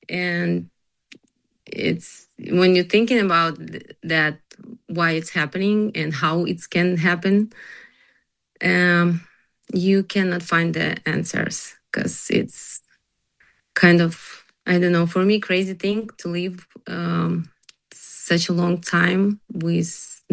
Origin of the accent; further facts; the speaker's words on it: Kyiv, Ukraine; English is a second language; moved away as an adult; now in United States; because we're from Kyiv.